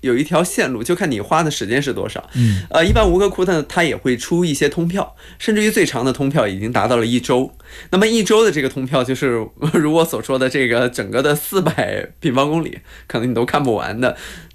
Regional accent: China; 作为一个中国人，也感觉到蛮骄傲的。

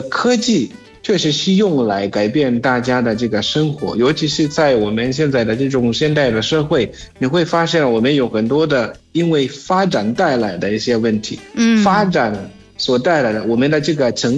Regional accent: Zimbabwe; Chinese is a second language; now in China; 我是来自津巴布的

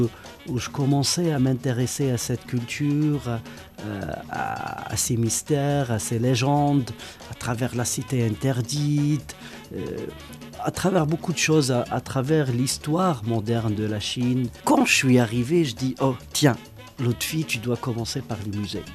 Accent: Algeria; moved away as an adult; now in China; Moi qui viens d'un espace méditerranéen, très ouvert, je suis algérien, on est au carrefour des civilisations humaines.

